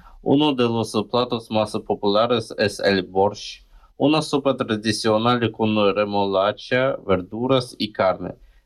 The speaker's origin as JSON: {"language": "Spanish", "country": "Ukraine", "said": "Yo soy de Ucrania y para nosotros la comida también es una parte muy importante de nuestra cultura."}